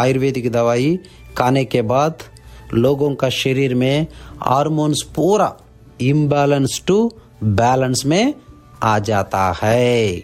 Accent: South India, India; also born or lived in Kerala; now in Canada; मैं south India से हूँ।

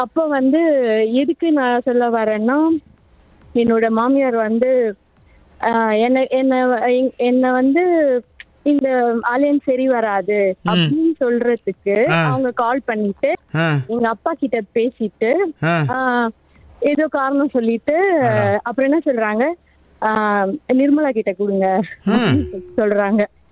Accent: Puducherry, India; moved away; என்னோட சொந்த ஊர் பாண்டிச்சேரி, புதுச்சேரி சொல்லுவாங்க.

